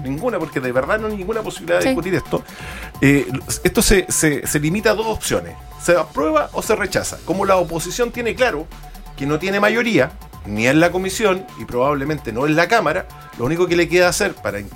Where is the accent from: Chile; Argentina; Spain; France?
Chile; somos nosotros los chilenos